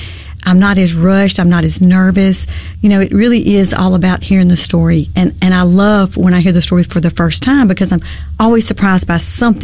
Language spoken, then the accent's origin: English; the South, United States; I'm a Southerner.